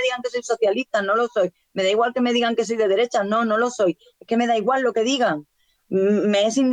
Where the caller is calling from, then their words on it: Ceuta, Spain